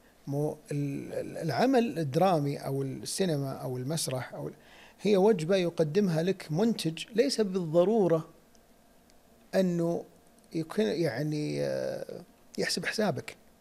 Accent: Saudi Arabia; نحن كفنانين سعوديين

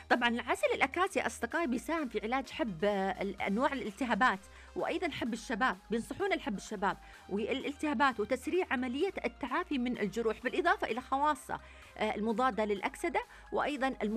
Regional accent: Saudi Arabia; عندنا في السعوديه، في المملكه العربيه السعوديه

